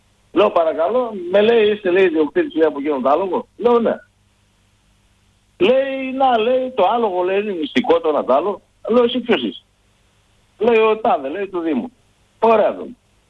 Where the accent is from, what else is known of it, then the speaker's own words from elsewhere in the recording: Thessaloniki, Central Macedonia, Greece; moved away as an adult; now in Kalandra, Greece; Είμαι μεγαλωμένος στη Θεσσαλονίκη. Στο Κορδελιό. Δεν είμαι μεγαλωμένος με ζώα, αλλά το χωριό μου ήταν η Καλάνδρα. Και γύρισα μετά από το στρατό εδώ στην Καλάνδρα.